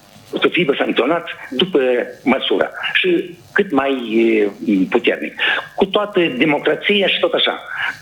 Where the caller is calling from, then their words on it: Căușeni, Căușeni District, Moldova; Sunt de la Căușeni